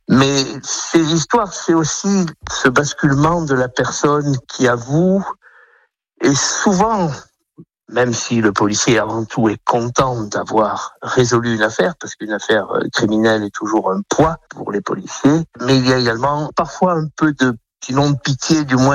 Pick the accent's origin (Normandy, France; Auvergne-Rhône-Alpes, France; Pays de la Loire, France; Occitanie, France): Auvergne-Rhône-Alpes, France; born there; comme celles qui se passe en Ardèche, où je reviens dans, pratiquement dans mon village natal pour enquêter sur une affaire d'explosifs